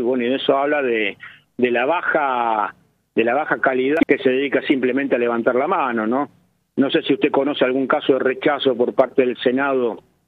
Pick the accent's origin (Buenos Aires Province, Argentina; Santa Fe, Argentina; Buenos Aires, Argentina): Santa Fe, Argentina; Rosario; Yo voté en Santa Fe, soy rosarino.